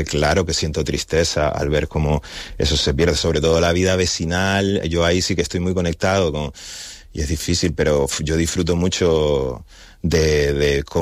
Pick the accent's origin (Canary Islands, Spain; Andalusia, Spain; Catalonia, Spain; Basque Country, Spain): Canary Islands, Spain; Las Palmas de Gran Canaria; yo con la peña de mi barrio, yo soy de La Reolla